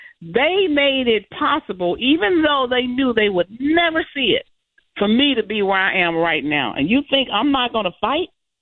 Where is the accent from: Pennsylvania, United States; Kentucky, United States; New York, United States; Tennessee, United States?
Tennessee, United States; Memphis; I'm from Memphis, so, yeah, that's where I represent.